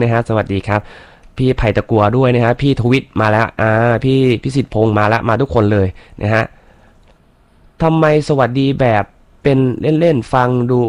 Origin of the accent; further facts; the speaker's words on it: Isan, Thailand; ผมคนอีสานบ้านเฮาพี่น้องมื้อนี้หลายๆนะครับ